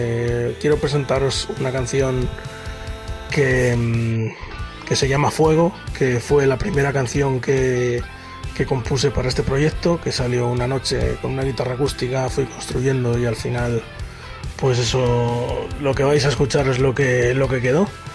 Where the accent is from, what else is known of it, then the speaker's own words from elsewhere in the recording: Castilla-La Mancha, Spain; Yo soy un músico manchego